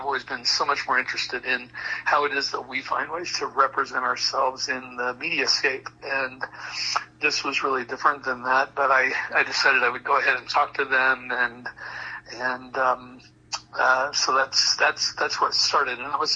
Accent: Marion, Kansas, United States; born there; I was born in Marion, Kansas, which is in Marion County.

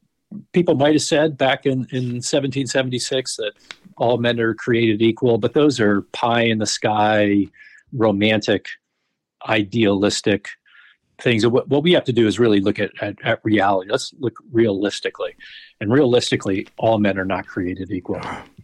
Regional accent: Charleston, South Carolina, United States; there's a supposed slave insurrection in Charleston, South Carolina, my hometown.

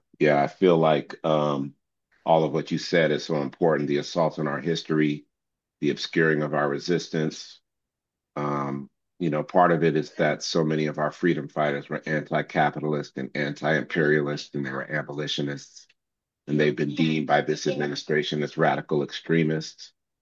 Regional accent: New York, United States; especially on the East Coast, because I grew up in New York, so on the East Coast

